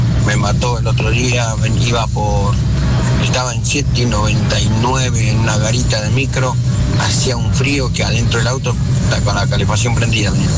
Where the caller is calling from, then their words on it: Argentina; acá de La Hermosura.